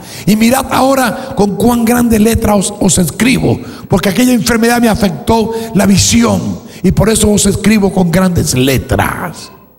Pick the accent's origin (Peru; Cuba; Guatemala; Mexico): Cuba; en mi país, en Cuba